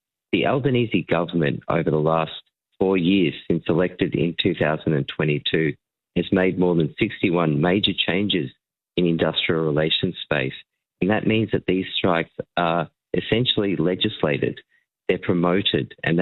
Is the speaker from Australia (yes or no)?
yes; Victoria, Australia; I'm from Victoria.